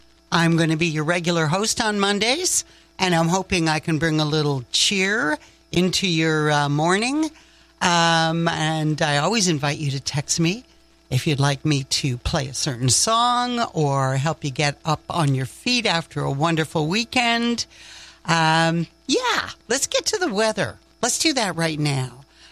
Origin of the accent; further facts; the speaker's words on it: Nova Scotia, Canada; moved away as an adult; now in Ontario, Canada; I'm from Nova Scotia, and I got to say I'm a very proud Nova Scotianer, even though I've lived in Ontario for most of my adult life. The Maritimes are in the marrow of my bones.